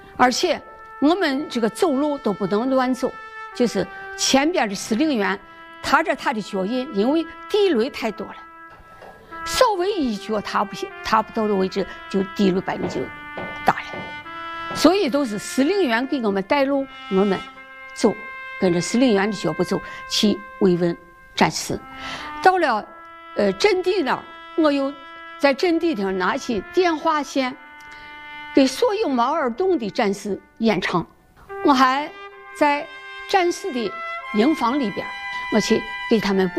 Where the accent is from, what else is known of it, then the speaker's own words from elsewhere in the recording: China; 作为我们中国人，确实是自豪的。